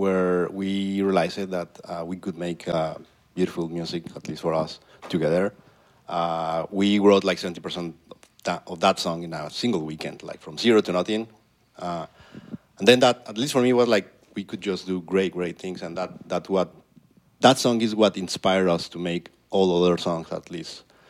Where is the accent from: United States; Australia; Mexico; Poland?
Mexico; moved away as an adult; Well, as you can see, I mean, I grew up in Mexico, she grew up in China. We come up both us over 18 years old, so we have